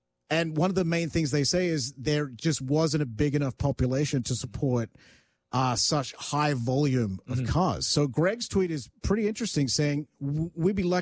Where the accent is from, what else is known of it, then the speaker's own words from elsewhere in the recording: Australia; now in Canada; some of the cars that I grew up with in Australia were iconic to Australia.